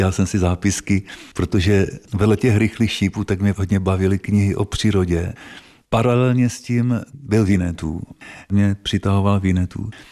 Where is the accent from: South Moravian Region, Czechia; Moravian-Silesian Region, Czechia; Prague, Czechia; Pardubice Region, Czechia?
Moravian-Silesian Region, Czechia; Petřvald; born there; moved away as an adult; also born or lived in Rome; Měli jsme v Petřvaldě knihovnu